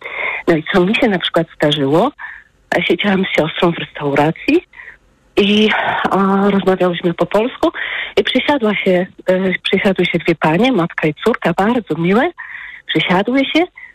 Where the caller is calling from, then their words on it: Berlin, Germany; Ja mieszkam w Berlinie, ale obecnie jestem na urlopie w Słowenii. I dzwonię z komórki